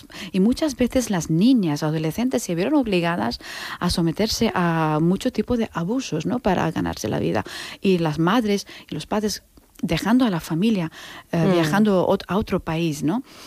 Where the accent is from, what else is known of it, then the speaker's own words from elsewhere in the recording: Anantapur, Andhra Pradesh, India; Spanish is a second language; moved away as an adult; now in Mallorca, Spain; Estamos hablando del sur de la India. Mi pueblo se llama Anantapur, la provincia se llama, estado se llama Andhra Pradesh, ¿vale? Y de ahí a Mallorca, ¿no? He venido.